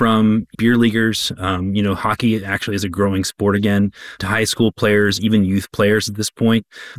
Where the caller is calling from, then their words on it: Arlington, Virginia, United States; I'm calling in from Arlington, Virginia.